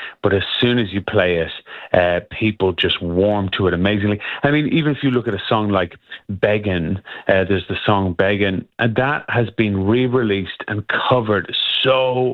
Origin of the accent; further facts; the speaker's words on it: Longford, Leinster, Ireland; So I'm from Longford in Ireland, so it's the very, very centre, the most central county of Ireland.